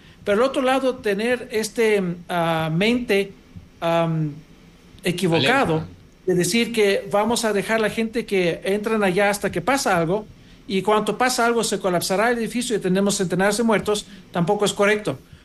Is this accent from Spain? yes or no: no; Greece; also born or lived in Germany; Tenía 14 años, creo, que ocurrió un terremoto en mi ciudad de origen, en Grecia. Estamos allá de vacaciones. Vivíamos en Alemania. También soy migrante.